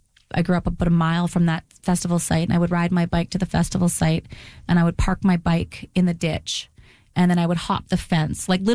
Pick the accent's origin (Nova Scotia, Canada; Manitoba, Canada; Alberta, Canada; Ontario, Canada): Manitoba, Canada; Dauphin; For me, in my case, for instance, I grew up in Dauphin where we only had one radio station.